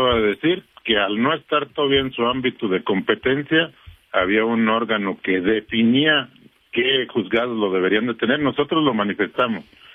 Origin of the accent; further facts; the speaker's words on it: Mexico; como mexicanos, como afectados en este caso